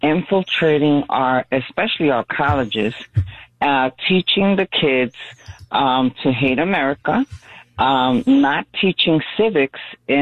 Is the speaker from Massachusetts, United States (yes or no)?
no; Bronx, New York, United States; I'm a Bronx girl, first of all.